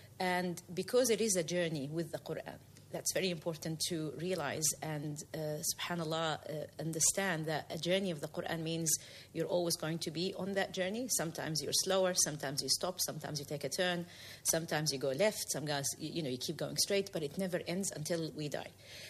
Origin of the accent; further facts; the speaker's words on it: New Zealand; I grew up in New Zealand.